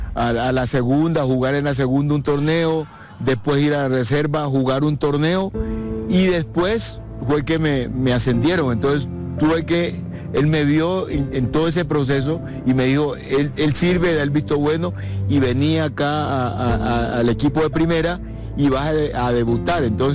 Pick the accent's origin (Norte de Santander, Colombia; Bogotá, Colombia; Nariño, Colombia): Nariño, Colombia; Tumaco; born or raised there; moved away as an adult